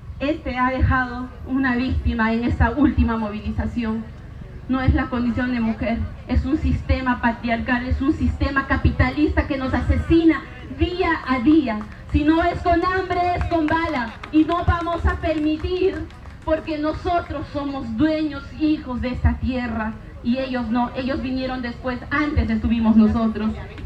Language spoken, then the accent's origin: Spanish; Peru; Vengo desde Perú, de la nación quechua. Por mi sangre corre la sangre de Micaela Bastidas y Tomás Atito Condemaita.